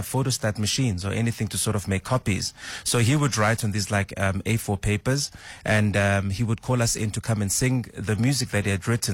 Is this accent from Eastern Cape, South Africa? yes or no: yes; Eastern Cape, South Africa; because we're from the Eastern Cape, so if you look at a lot of Xhosa songs, right, traditional songs, you get songs for everything.